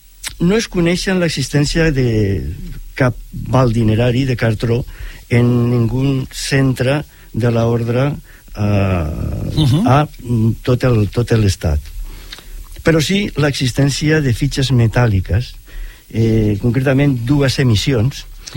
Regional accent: Barcelona, Catalonia, Spain; born there; now in Sant Boi de Llobregat, Spain; Jo soc biòleg, vaig néixer a Barcelona i fa molts anys, dècades, que visc a Sant Boi.

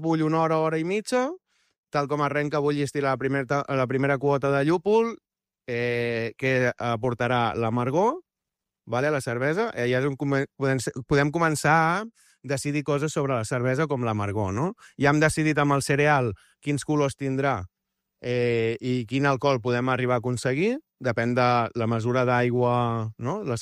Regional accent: Arenys de Mar, Catalonia, Spain; Arenys de Mar, sempre. Capital de l'Almaresma.

